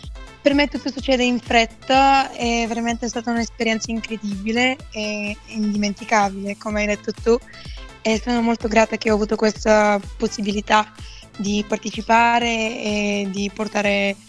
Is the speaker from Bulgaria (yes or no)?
yes; Bulgaria; Italian is a second language; moved away; Sì, perché sono bulgara. Tutti sanno che ho imparato l'italiano due anni fa